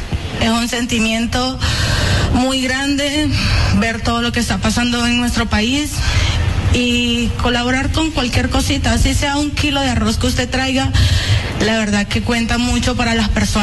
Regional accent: Los Corrales, Apure, Venezuela; Yo soy de Los Corrales.

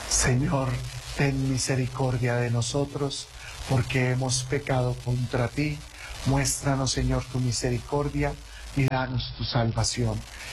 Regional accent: Colombia; ayúdanos, Señor, a amarnos como hermanos colombianos, a no desearnos el mal.

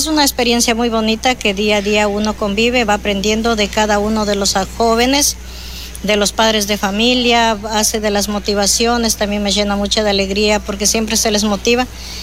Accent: Bolívar, Ecuador; moved away as an adult; yo soy de la provincia de Bolívar y migré en julio del 2002

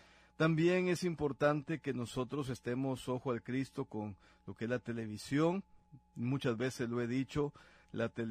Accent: Guatemala

